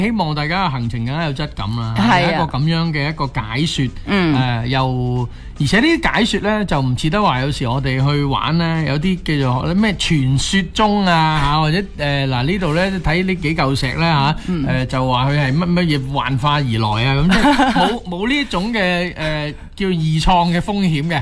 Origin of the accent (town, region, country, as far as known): Foshan, Guangdong, China